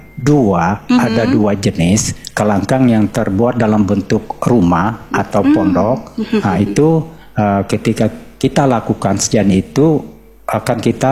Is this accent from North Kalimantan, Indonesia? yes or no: yes; North Kalimantan, Indonesia; itu merupakan salah satu tradisi budaya kami orang Tidung.